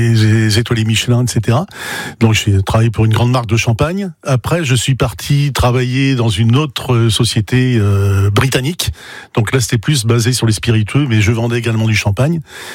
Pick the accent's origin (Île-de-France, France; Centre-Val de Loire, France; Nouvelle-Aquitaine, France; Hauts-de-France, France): Hauts-de-France, France; Lille; Oui, je suis d'origine lillois. Donc je suis du Nord et apparemment mes frites sont excellentes.